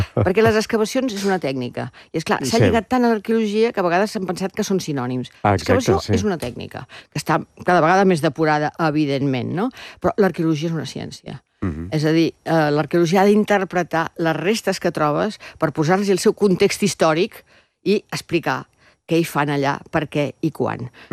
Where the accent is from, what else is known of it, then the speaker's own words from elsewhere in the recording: Llançà, Catalonia, Spain; Perquè a fora, a l'estranger, agafen l'últim cognom. I aleshores soc